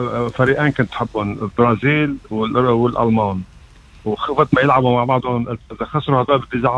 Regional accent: Lebanon; also born or lived in Syria; now in Broadmeadows, Australia; أنا أولا خلقان بلبنان. أنا سوري خلقان بلبنان، وبيي إجا على لبنان من 90 سنة تقريبا، وكان يشتغل بالتجارة على خط سوريا لبنان.

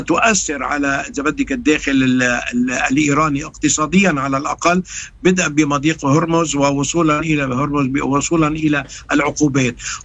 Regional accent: Lebanon

